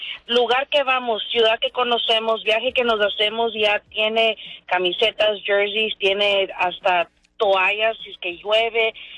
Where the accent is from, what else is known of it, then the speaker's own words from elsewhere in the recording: Ecuador; mi esposo es de México, o tiene la camiseta de México, yo soy de Ecuador, tiene la camiseta de Ecuador